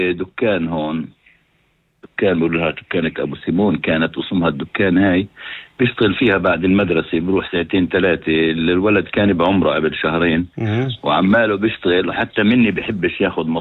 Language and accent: Arabic; Jerusalem, Palestine; now in Jaffa, Israel; أنا من القدس الأصل، بس في تعرف أنا سكان يافا، إلي 40 سنة هون، متجوز من يافا ومخلف من يافا